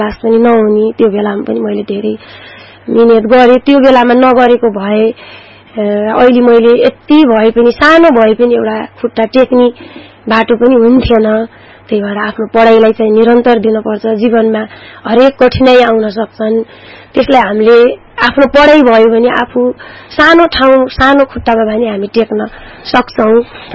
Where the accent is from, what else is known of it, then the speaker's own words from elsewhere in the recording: Lumbini Province, Nepal; मेरो माइती प्युठान जिल्लामा पर्छ, रन्दी अहिलेको मान्डवी गाउँपालिका 5 तिग्रामा पर्छ, र मेरो बाल्यकाल भनौँ भने मेरो 7 कक्षासम्म पढ्दा त मेरो एकदम राम्रो नै भयो